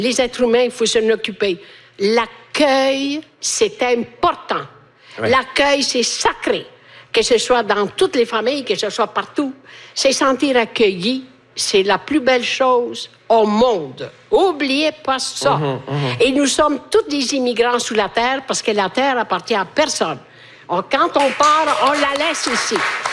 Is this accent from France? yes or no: no; Italy; Chez nous, en Italie, il fait chaud.